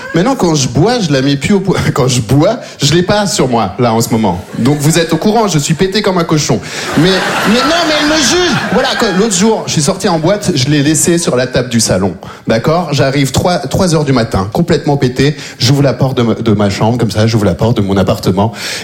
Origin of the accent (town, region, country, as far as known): Belgium; born or raised there